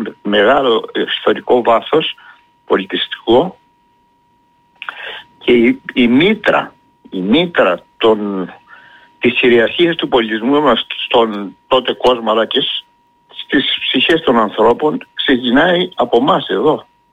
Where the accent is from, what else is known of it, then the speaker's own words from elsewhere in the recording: Crete, Greece; Εγώ γι' αυτό όπου και βρεθώ, όχι μόνο στην Κρήτη δηλαδή, λέω είμαι Έλληνας. Πρώτα απ' όλα είμαι κριτικός.